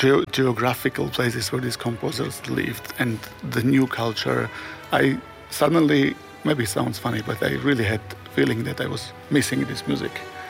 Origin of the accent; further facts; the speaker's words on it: Armenia; where I was growing up in Armenia, we didn't have back then all these possibilities to have this recording, to listen to the recordings.